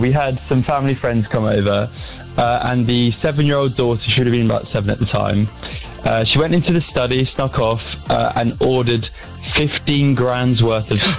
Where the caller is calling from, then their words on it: Ascot, South East England, United Kingdom; we are from Ascot